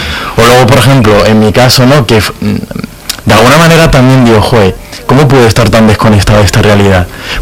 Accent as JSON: {"language": "Spanish", "region": "Andalusia", "country": "Spain", "said": "yo... que soy de Andalucía y que pertenecía a la Asociación 22 Cuida Andalucía"}